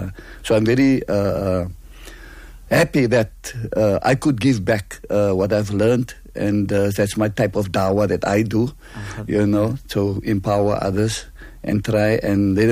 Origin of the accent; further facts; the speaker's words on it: Cape Town, Western Cape, South Africa; Okay, I grew up here in Silvertown. I was born opposite Athol Stadium and the Clover Crescent, yes.